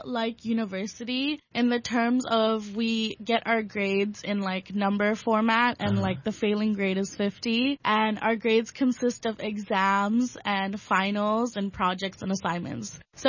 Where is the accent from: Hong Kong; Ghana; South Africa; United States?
Hong Kong; I was born in Hong Kong and my secondary and elementary school life was all in one school, Dahlia School of Canada. It's an international Canadian school